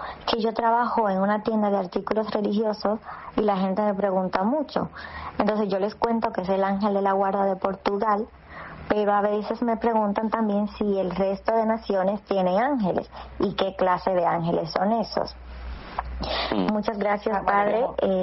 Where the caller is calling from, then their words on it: Dominican Republic; de República Dominicana.